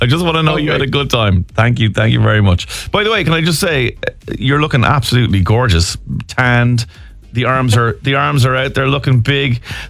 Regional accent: Ireland; the internal voice in my head is in a Scottish accent, even though I'm Irish

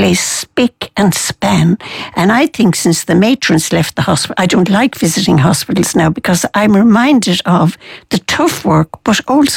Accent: Fethard, Tipperary, Ireland; I'm from Tip. I was reared in the valley near Slievenamon, where we had those awful fires recently. I came from Feathert.

